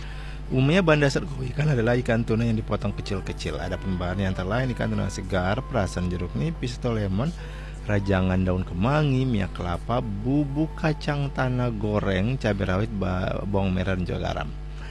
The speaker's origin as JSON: {"language": "Indonesian", "region": "Maluku", "country": "Indonesia", "said": "aku orang Maluku"}